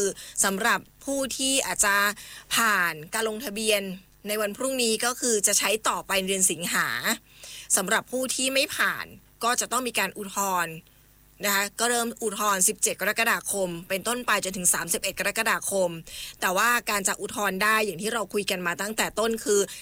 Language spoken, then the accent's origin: Thai; Chiang Mai, Thailand; ฉันเป็นคนเชียงใหม่